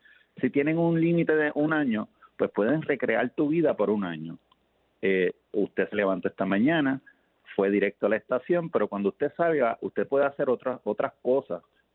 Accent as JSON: {"language": "Spanish", "country": "Puerto Rico", "moved": "yes", "lives_now": "New York, United States", "said": "yo soy profesor en Derecho en Albany Law School en Nueva York, pero soy de Puerto Rico y este semestre estaré por Puerto Rico."}